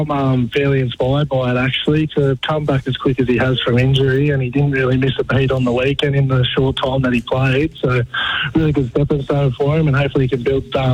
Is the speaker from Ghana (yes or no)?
no; Newcastle, New South Wales, Australia; It's the biggest honour of my life to represent my hometown